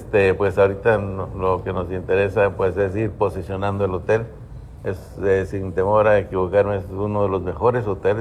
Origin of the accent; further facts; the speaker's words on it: Quintana Roo, Mexico; also born or lived in Guerrero; Soy originario de Quintana Roo.